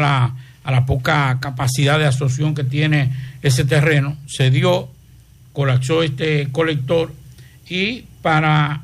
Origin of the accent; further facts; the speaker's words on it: Santiago de los Caballeros, Santiago, Dominican Republic; born there; los que somos de Santiago